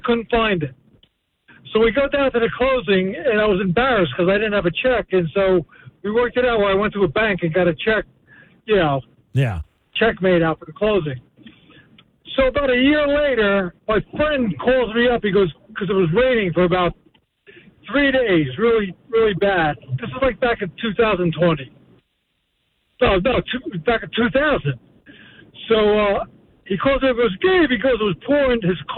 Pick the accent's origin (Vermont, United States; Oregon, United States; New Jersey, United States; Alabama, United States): New Jersey, United States; Waldorf; now in Delaware, United States; I grew up in Waldorf, New Jersey, the greatest little town in the country.